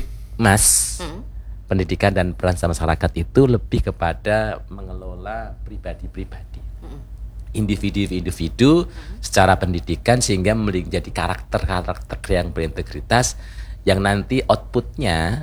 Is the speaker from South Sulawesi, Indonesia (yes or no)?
no; Jakarta, Indonesia; Saya datang dari Jakarta.